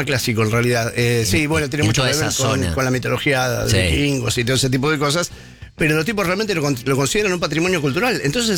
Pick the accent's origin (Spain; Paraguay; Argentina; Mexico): Argentina; Sí, no, como argentinos que somos, no debemos menos que hacernos una escapadita hasta Ámsterdam